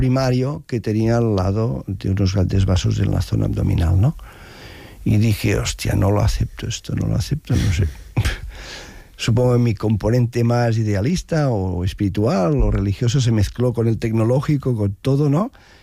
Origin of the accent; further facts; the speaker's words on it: Arenys de Mar, Catalonia, Spain; que soy de Arenys de Mar